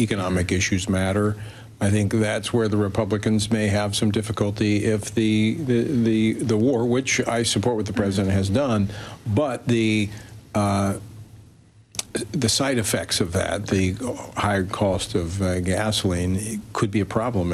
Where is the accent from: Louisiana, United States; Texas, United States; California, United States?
Louisiana, United States; Well, let me give you another example in my home state of Louisiana